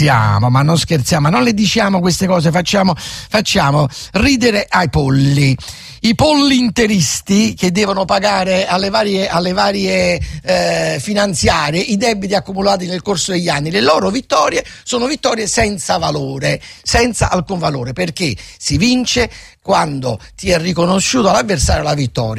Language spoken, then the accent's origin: Italian; Naples, Campania, Italy; sono napoletana